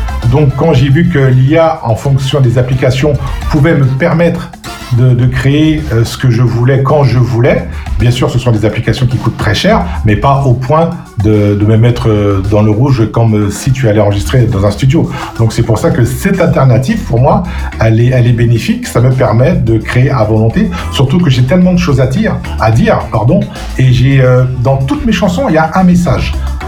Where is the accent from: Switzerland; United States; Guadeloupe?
Guadeloupe; en tant que Guadeloupéen